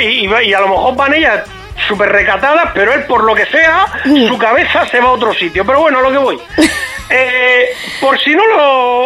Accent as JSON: {"language": "Spanish", "region": "Region of Murcia", "country": "Spain", "said": "yo soy murciano"}